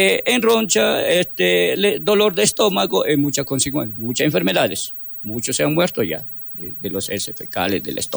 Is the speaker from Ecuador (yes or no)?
yes; Santo Domingo de los Tsáchilas, Ecuador; Yo vengo de San Domingo, de la Nacional Sáchila. Pertenezco a la comuna Peripa